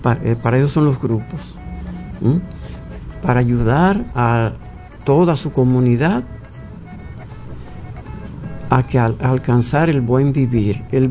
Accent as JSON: {"language": "Spanish", "country": "Dominican Republic", "said": "como dominicanos que somos, que sabemos lo que decimos y nos entendemos"}